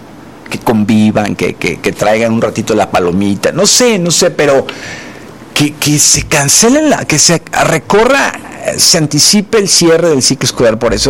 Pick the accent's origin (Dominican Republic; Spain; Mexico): Mexico; Tampoco soy opositor, soy mexicano que quiero lo mejor para este país, ¿eh?